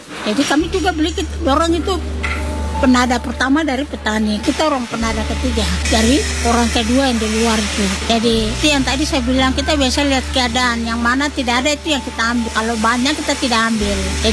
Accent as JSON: {"language": "Indonesian", "region": "Papua", "country": "Indonesia", "said": "Yang penting kita orang Papua yang beli-beli itu sama rugi."}